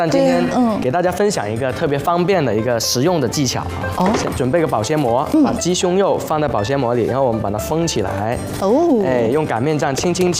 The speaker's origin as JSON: {"language": "Chinese", "region": "Guangdong", "country": "China", "said": "我们广东人"}